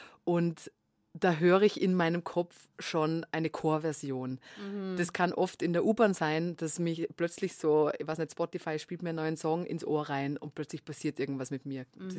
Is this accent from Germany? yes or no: no; Vorarlberg, Austria; Ich komme ja aus Vorarlberg und da macht man immer Wienwochen.